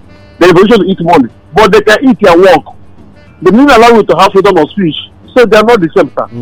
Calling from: Lagos, Nigeria; I'm calling from Satellite Town.

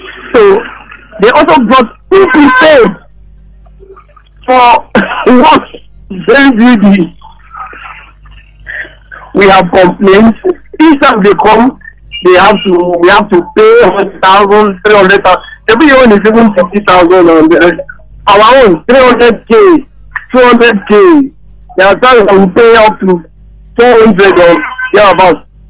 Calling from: Bangalore, Karnataka, India; I'm calling from Bangalore

